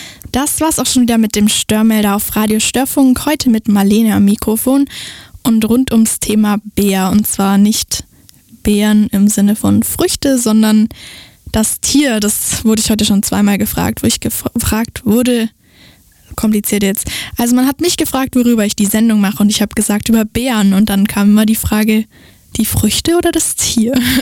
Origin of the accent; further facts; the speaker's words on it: Bavaria, Germany; vor 12 Jahren wurde nämlich der Bruno erschossen in Bayern. Da, wo ich herkomme, finde ich immer ganz toll.